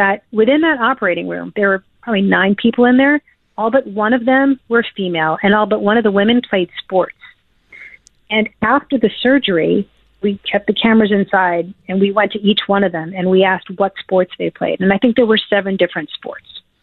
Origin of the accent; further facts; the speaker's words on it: New Jersey, United States; Like, I grew up in New Jersey, and we were just all about, like, you know, disco and hip hop.